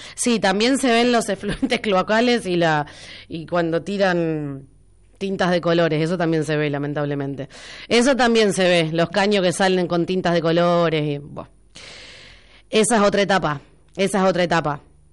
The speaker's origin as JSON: {"language": "Spanish", "town": "Luján", "region": "Buenos Aires Province", "country": "Argentina", "tie": "born or raised there", "said": "como lujanense, como nacida y criada en esta ciudad"}